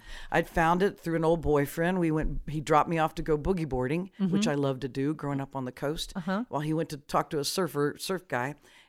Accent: Charleston, South Carolina, United States; now in Nashville, United States; Well, I'm from South Carolina, so Charleston, and that's where I started playing music. And then circumstances led me to Nashville

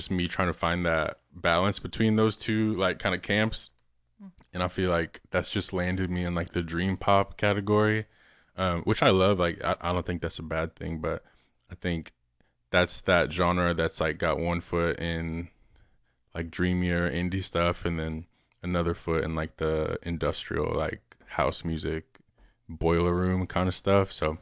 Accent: Las Vegas, Nevada, United States; moved away as an adult; now in Austin, United States; Yeah, so I'm from Las Vegas, actually. And I got to Austin because I did my grad degree at UT. Mm-hmm. So I moved down here in, man, it's crazy. It's like 5 years ago now, I guess. Like winter of 2021, I came down to Austin.

